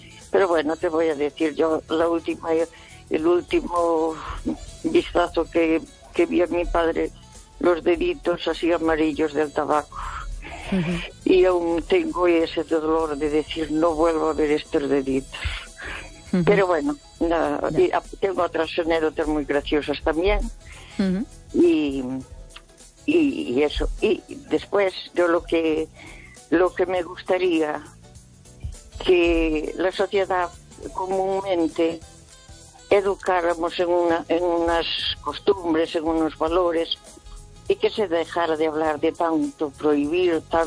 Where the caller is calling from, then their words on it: Santiago de Compostela, Galicia, Spain; de Santiago.